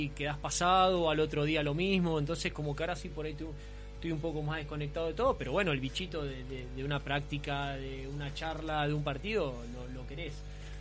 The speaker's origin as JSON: {"language": "Spanish", "town": "Lanús", "region": "Buenos Aires Province", "country": "Argentina", "tie": "born or raised there", "said": "me crié, me formé y nací en Lanús."}